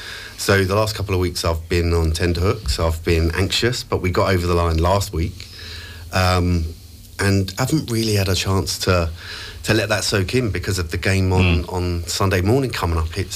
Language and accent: English; Islington, London, United Kingdom; I'm from Islington, so where Arsenal is, that's where I grew up. I was born and raised in Islington. So, no choice but to be an Arsenal fan.